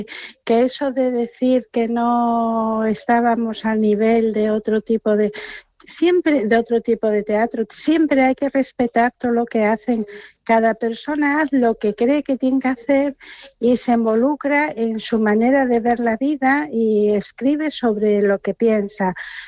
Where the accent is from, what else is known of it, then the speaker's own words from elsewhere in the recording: Asturias, Spain; Yo estoy enamorada de la mi Asturias del alma y estoy enamorada sobre todo de toda la gente asturiana, que somos